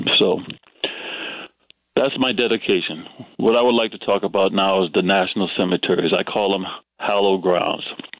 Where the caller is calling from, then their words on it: Charleston, South Carolina, United States; I'm from Charleston, South Carolina. I'm a low country South Carolina Gullah Geechee.